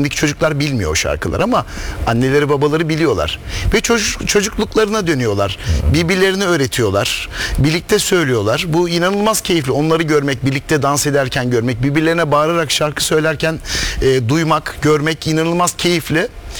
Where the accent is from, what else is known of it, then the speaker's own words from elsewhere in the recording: Bandırma, Balıkesir, Turkey; biz bu arada ikimiz de Bandırma'da çocukluğumuzu geçirdik.